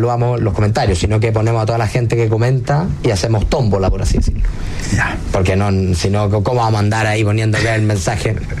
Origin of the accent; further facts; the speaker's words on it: Santiago, Santiago Metropolitan Region, Chile; Nosotros somos santiaguinos y no somos de región. La única región que no es región.